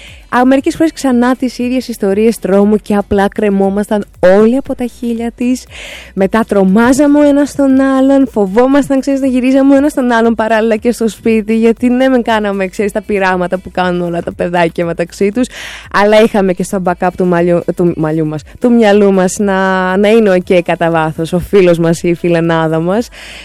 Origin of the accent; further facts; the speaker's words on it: Keratsini, Attica, Greece; Greek is a second language; Είχαμε λοιπόν στο Κερατσίνι που μεγάλωσα, εκεί στην Δεμερτζή, είχαμε την παρέα που μαζευόμασταν πόσα 10-12 πιτσιρίκια τέλος πάντων παιδάκια. Εγώ 8 από 6 χρονών μεγάλωσα εκεί μέχρι τα 11, οπότε κάπου ενδιάμεσα που πια είχα μάθει και τα ελληνικά.